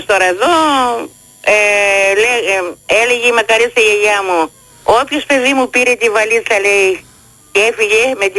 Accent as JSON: {"language": "Greek", "country": "Greece", "also_born_or_lived": "Munich, Germany", "moved": "yes", "said": "Και εδώ στην πατρίδα μου που έχω τόσο, έχω πολλά χρόνια που γύρισα εδώ, δεν είναι όπως η Γερμανία. Θα στείλω και μια καλησπέρα στη δεύτερη πατρίδα στο Μόναχο."}